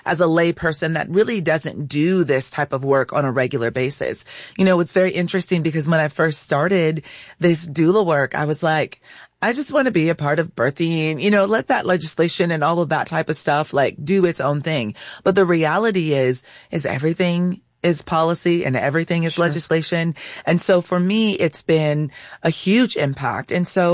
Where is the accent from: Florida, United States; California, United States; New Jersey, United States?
California, United States; So I'm from California. My oldest was born in California. My family is from Arkansas.